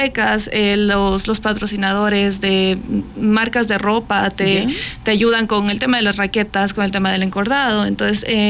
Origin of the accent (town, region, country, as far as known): Ecuador